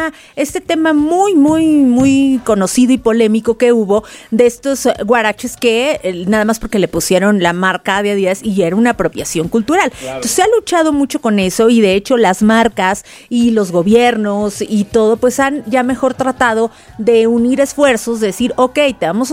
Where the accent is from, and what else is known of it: Mexico